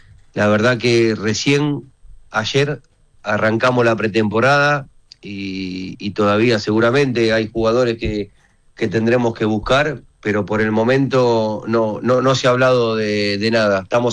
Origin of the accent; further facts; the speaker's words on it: Argentina; Por ahí, como argentino, me encanta el Cuti Romero, para decirte un nombre.